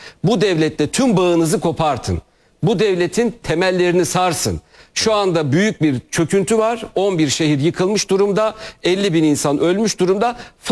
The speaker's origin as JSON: {"language": "Turkish", "town": "Doğanyol", "region": "Malatya", "country": "Turkey", "said": "Benim Doğan yoldaki benim köyüm Elazığ depreminde yıkıldı."}